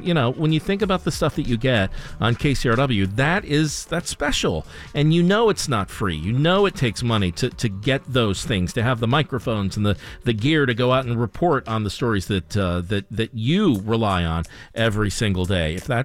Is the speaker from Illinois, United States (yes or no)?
yes; Highland Park, Illinois, United States; also born or lived in Los Angeles; Chicagoland. I'm from Chicagoland. Thank you. We lived in L.A. for many years, settled back in the Midwest to raise our kids.